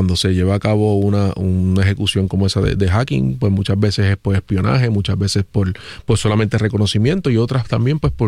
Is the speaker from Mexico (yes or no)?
no; San Juan, Puerto Rico; Puerto Rico, San Juan, Puerto Rico.